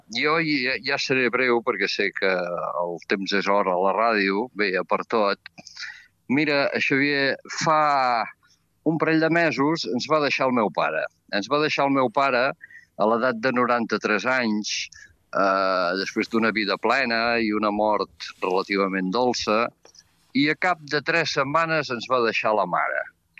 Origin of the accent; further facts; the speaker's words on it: Caldes de Malavella, Catalonia, Spain; moved away as an adult; also born or lived in Fornells de la Selva / Banyoles; Jo visc al meu poble de Caldes de Malavella, on vaig néixer fa 66 anys.